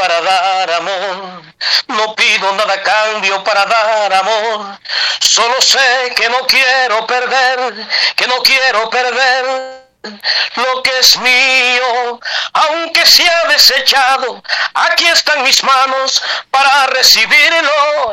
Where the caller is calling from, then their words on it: Montería, Córdoba, Colombia; En Montería, mi casa.